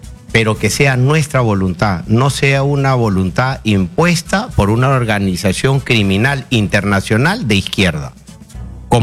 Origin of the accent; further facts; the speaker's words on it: Peru; Yo soy peruano